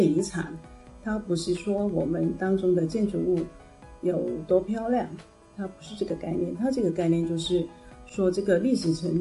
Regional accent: Macau

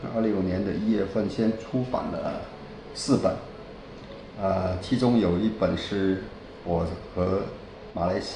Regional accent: Guangdong, China; first language Teochew; 我主要写这个我们潮汕侨乡的潮人的历史和文化，还有我们的母语方言潮汕方言。

